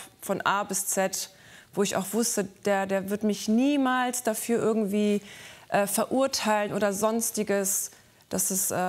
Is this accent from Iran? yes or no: yes; Iran; German is a second language; now in Germany; Also wir kommen aus dem Iran, Jiva ist kurdischer Abstammung, ich bin persischer Abstammung.